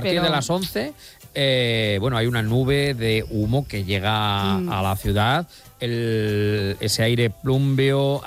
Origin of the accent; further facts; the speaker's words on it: Castilla-La Mancha, Spain; born there; pues nosotros nacimos en La Mancha, claro.